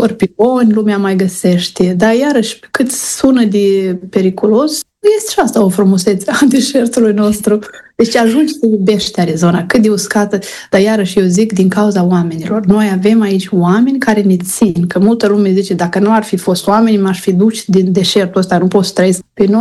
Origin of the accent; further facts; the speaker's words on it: Lozova, Strășeni District, Moldova; eu mă mândresc foarte mult că sunt lozoveancă și sunt din Moldova